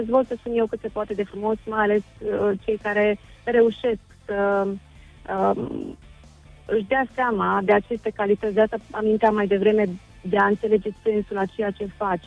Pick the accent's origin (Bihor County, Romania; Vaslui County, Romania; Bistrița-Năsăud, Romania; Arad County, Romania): Vaslui County, Romania; Bârlad; moved away; organizez această competiție în orașul natal, la Bârlad, din respect și cunoștință, odată sigur pentru orașul în care m-am născut